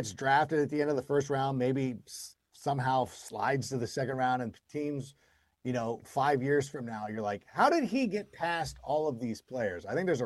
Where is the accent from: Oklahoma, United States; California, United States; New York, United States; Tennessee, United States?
California, United States; It's from my hometown, Miguel's Jr., Don Ramones, anybody in the Southern California area.